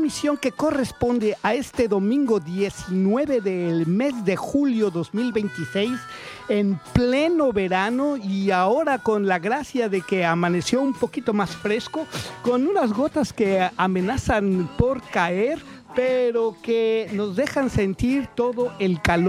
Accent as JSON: {"language": "Spanish", "country": "Mexico", "said": "que ha triunfado tanto en el continente americano, no nada más en mi país, en México, sino en Centro y Sudamérica, Canadá y Estados Unidos."}